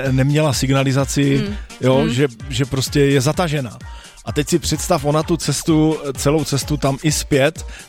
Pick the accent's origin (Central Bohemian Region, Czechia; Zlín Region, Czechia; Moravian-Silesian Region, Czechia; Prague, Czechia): Moravian-Silesian Region, Czechia; Vratimov; born there; my jsme z Vratimova